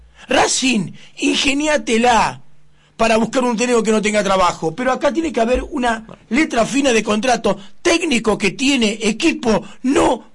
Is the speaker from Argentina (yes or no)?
yes; Argentina; Pero pará, yo soy argentino y te digo, Gustavo